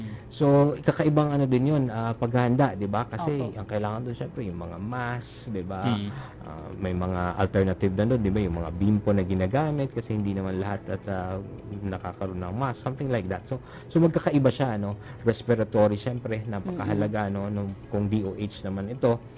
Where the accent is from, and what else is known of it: Bicol Region, Philippines